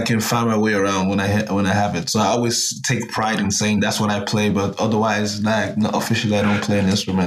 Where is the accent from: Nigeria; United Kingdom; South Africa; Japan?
Nigeria; Lagos; now in Berlin, Germany; Urile is a neighborhood that I grew up in Lagos.